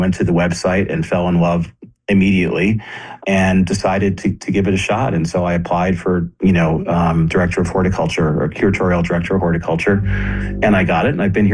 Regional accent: Bergen County, New Jersey, United States; I'm not from Massachusetts. I'm from New Jersey, not far from here at all, actually, in Bergen County.

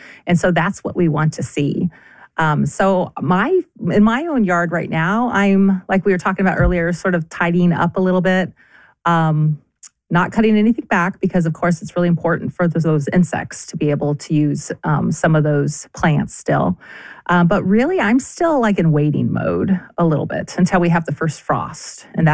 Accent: California, United States; moved away; I'm from California

